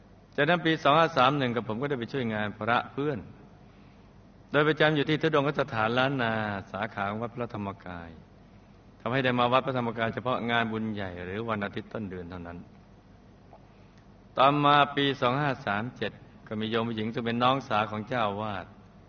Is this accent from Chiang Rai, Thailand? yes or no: no; Bangkok, Thailand; born there; ผมเกิดที่กรุงเทพ